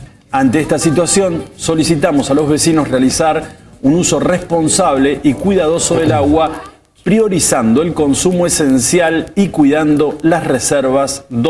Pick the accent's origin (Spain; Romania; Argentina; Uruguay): Argentina; Río Gallegos, Santa Cruz; nosotros somos vecinos de Río Gallegos